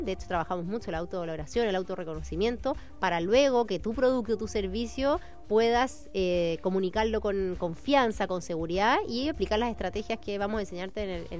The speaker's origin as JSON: {"language": "Spanish", "region": "Valparaíso", "country": "Chile", "tie": "born or raised there", "said": "Yo soy nacida y criada aquí en la Quinta Región."}